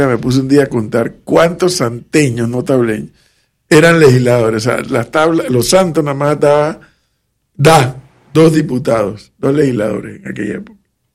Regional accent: Panama City, Panamá, Panama; Los únicos congos somos los capitalinos.

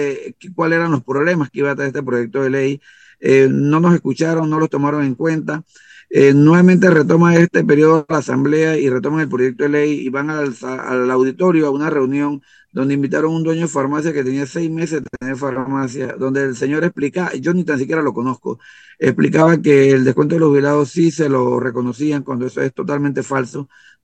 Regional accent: Panama

